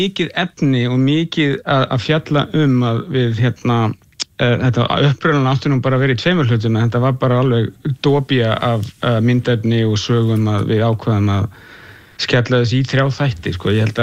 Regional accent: Capital Region, Iceland; Þannig að ég nefnilega ólst upp í Fossói, þannig að það var ekki það langt frá mér

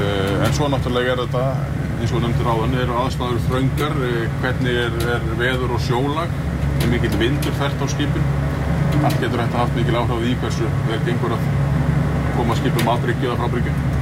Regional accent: Grindavík, Southern Peninsula, Iceland; Ég kem úr Grindavík hérna, og býð þar

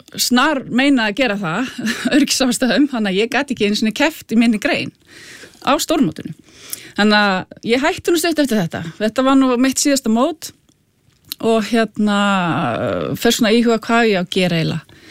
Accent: Hafnarfjörður, Capital Region, Iceland; Já, ég kem úr Hafnarfirði. Ég ólst upp í Klausturgámi og hérna...

